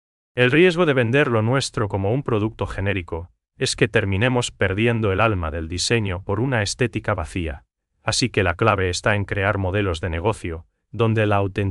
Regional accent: Paraguay

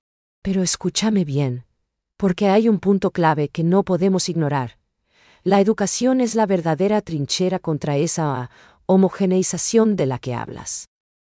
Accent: Paraguay; hoy vamos a meterle fuego a lo que nos hace únicos como paraguayos.

